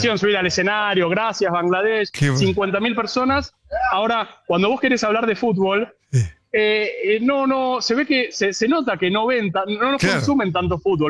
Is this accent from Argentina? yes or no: yes; Argentina; born there; no, yo soy del país, nací, soy de Argentina